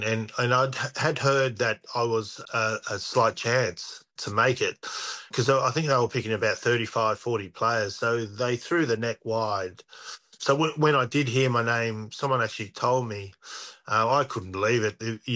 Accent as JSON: {"language": "English", "town": "Brisbane", "region": "Queensland", "country": "Australia", "tie": "born or raised there", "said": "growing up in Brisbane."}